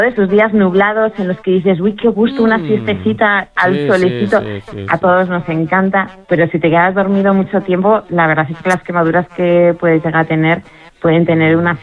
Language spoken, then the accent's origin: Spanish; Spain